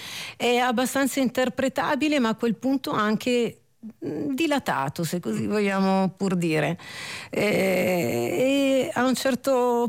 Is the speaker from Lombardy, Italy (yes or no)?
yes; Abbiategrasso, Lombardy, Italy; also born or lived in Palermo / Corbetta / Vigevano; io sono nata a Palermo, che è una grandissima città, ma sono cresciuta ad Abbiategrasso, poi mi sono spostata a Corbetta, poi ho vissuto anche a Vigevano, che è provincia di Pavia, e ancora oggi per esempio vivo tra la campagna novarese e la campagna pavese.